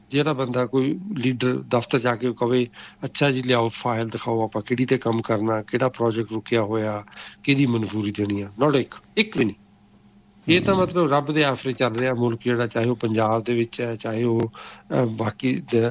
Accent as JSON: {"language": "Punjabi", "region": "Punjab", "country": "India", "tie": "born or raised there"}